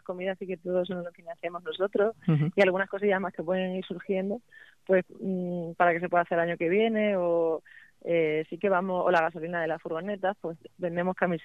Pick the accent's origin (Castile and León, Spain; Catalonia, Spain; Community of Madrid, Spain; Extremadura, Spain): Extremadura, Spain; Cáceres